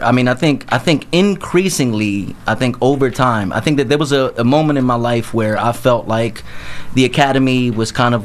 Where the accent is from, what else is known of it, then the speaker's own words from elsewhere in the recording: New Jersey, United States; so I grew up in New Jersey. I'm a disabled Puerto Rican kid.